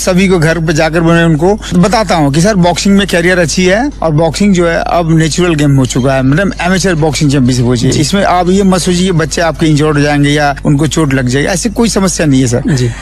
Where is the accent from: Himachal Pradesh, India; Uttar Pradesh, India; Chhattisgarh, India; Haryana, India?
Uttar Pradesh, India; Ayodhya; moved away; also born or lived in Kolkata; नहीं, रहने वाला तो मैं अयोध्या का हूँ।